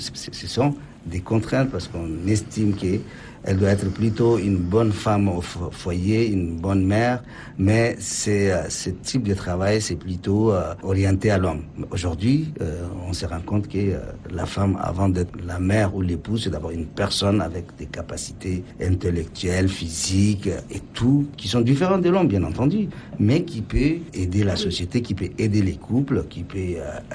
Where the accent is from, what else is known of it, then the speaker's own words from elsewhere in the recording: Chad; Par exemple, chez nous au Tchad, le respect de personnes âgées.